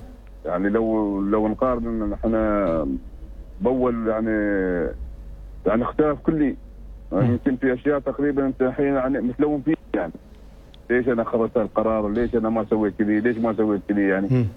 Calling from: Muscat, Muscat Governorate, Oman

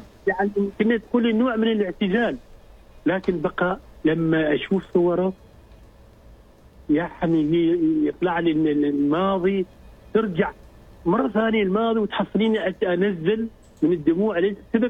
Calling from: Muscat, Muscat Governorate, Oman

